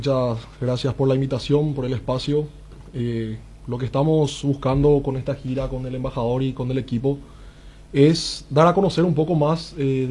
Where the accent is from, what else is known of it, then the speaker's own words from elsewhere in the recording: Coronel Oviedo, Caaguazú, Paraguay; moved away; Yo soy de Coronel Oviedo